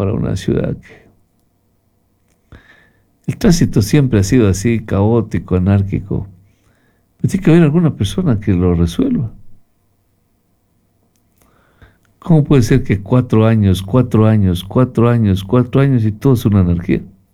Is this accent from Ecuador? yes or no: yes; Loja, Ecuador; now in Cuenca, Ecuador; Señores, soy de Loja, vivo en Cuenca.